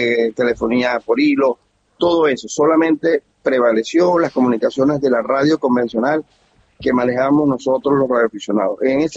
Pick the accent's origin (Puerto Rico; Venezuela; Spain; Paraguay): Venezuela; La Guaira; soy residente del estado de La Guaira